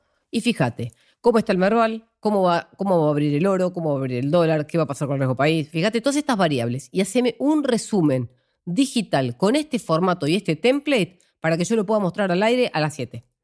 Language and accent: Spanish; Argentina; yo también soy argentina